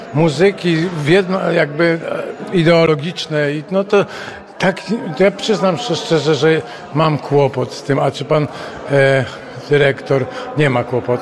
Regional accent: Warsaw, Masovian Voivodeship, Poland; Jestem w ogóle z Pragi, tutaj mieszkałem na Grochowskiej nieopodal i łaziłem tutaj po prostu i penetrowałem te przestrzenie.

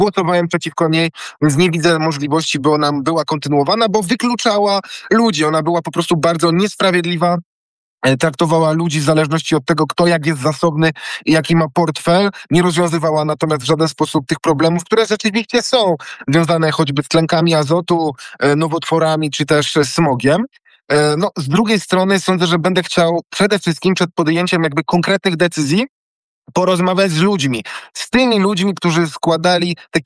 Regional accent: Kraków, Lesser Poland, Poland; wywodzę się z Nowej Huty, urodziłem się w Nowej Hucie. Można powiedzieć, że wychowało mnie nowochuckie, mistrzejowickie osiedle. Ja jestem z tego dumny.

